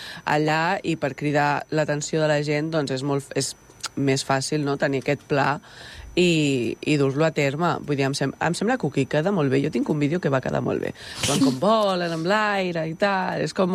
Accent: Caldes, Catalonia, Spain; jo com a persona que sóc de Caldes no podia entrar al Parc de Can Rius

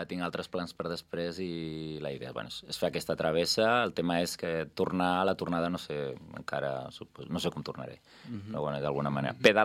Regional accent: Tarragona, Catalonia, Spain; Jo vaig a Tarragona perquè meus pares viuen allà, jo sóc de Tarragona, i vull sortir des d'allà

